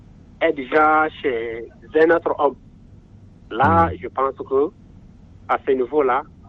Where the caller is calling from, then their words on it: N'Djamena, Chad; Je vous appelle de Toukra.